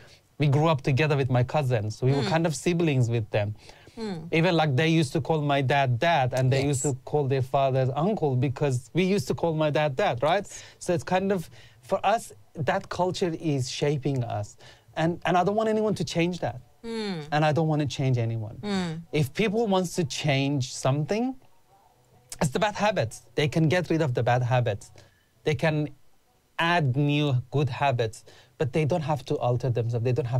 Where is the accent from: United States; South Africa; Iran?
Iran; now in Australia; I didn't grow up in my country. I grew up in Iran. In Iran, we were not legal migrants for many years.